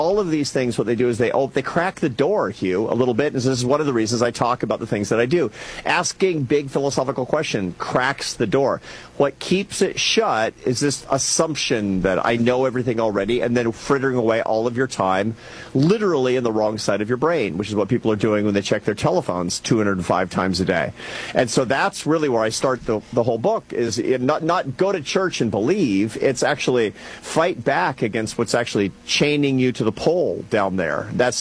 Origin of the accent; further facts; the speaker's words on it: United States; I'm an American